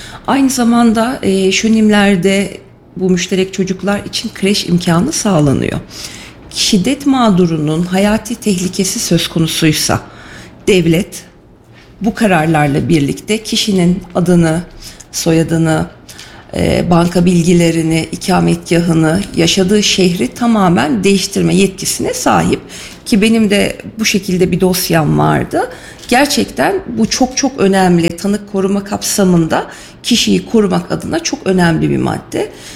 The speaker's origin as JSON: {"language": "Turkish", "region": "Ankara", "country": "Turkey", "tie": "born or raised there", "said": "Memleketim Ankara."}